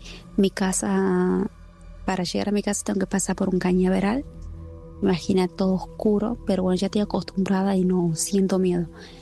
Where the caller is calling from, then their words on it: Famaillá, Tucumán, Argentina; yo soy de Famaillá.